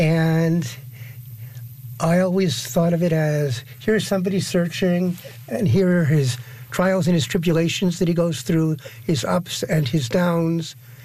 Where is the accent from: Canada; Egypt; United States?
Canada; Montreal, Quebec; I was born in Montreal in 1967. I grew up in Côte-des-Neiges.